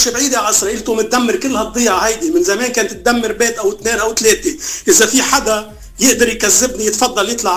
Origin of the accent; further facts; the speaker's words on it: South Lebanon, Lebanon; now in Sweden; أنا ابن الجنوب.